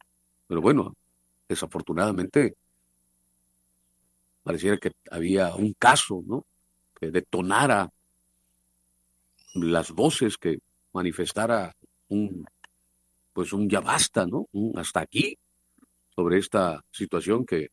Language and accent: Spanish; Oaxaca, Mexico; para nosotros como oaxaqueños